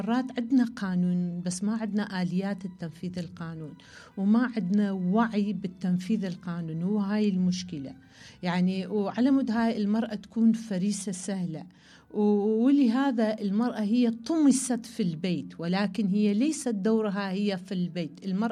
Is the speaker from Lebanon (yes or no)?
no; Iraq; لأن أنا عراقية